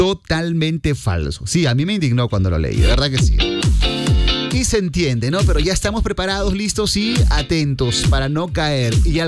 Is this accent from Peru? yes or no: yes; Peru; Nosotros como peruanos, en su gran mayoría, somos muy creyentes